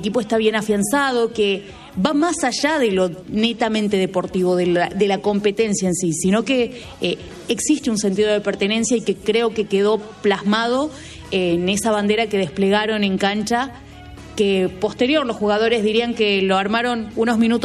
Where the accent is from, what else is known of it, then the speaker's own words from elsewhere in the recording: Argentina; Lo que soñamos los argentinos